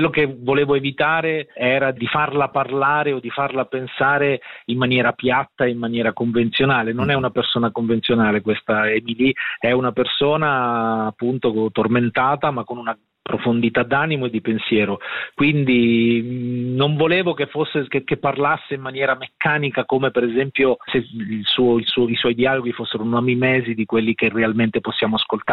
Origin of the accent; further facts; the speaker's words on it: Sant'Elpidio a Mare, Marche, Italy; Il mio paese si chiama Sant'Elpidio a Mare, ma in collina, e quindi il mare si vede solo da lontano.